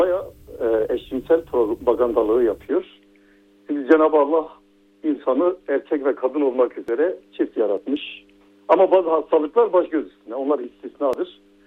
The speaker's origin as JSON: {"language": "Turkish", "area": "Muş", "region": "Muş Province", "country": "Turkey", "said": "Ben kendim Muşluyum bu arada. Kürt asıllıyım."}